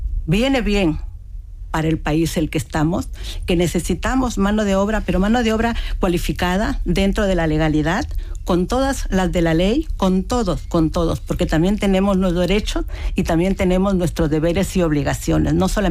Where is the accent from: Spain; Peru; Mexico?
Peru; Soy de Perú.